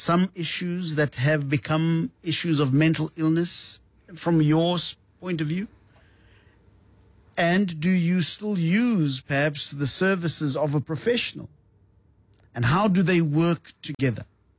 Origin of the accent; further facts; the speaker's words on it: Mamelodi, Gauteng, South Africa; I want to tell you a story about a guy when I was growing up in Mamelodi who was a bit antisocial.